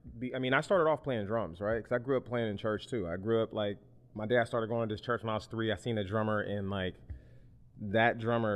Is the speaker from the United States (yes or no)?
yes; Sacramento, California, United States; I'm a composer from Sacramento, California, born and raised.